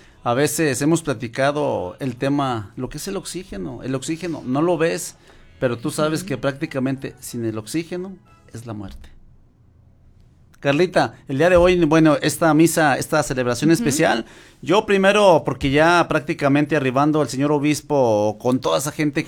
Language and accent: Spanish; Zacatecas, Mexico; el día de hoy somos zacatecanos, el día de hoy nos congregamos, nos juntamos acá en la Basílica de la Santísima Virgen de Guadalupe